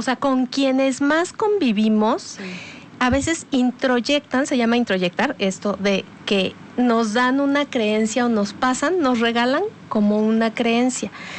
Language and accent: Spanish; Mexico; nos representan desafortunadamente como mexicanos.